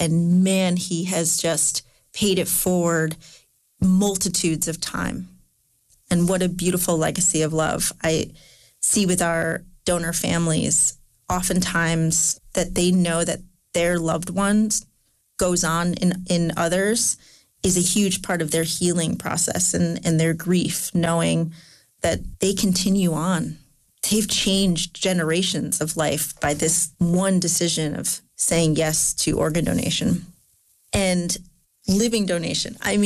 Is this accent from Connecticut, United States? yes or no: yes; Bristol, Connecticut, United States; I had seen a sign in my hometown of Bristol